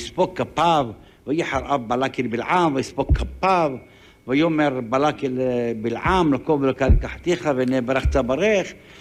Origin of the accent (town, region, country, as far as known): Jerusalem, Jerusalem District, Israel; born or raised there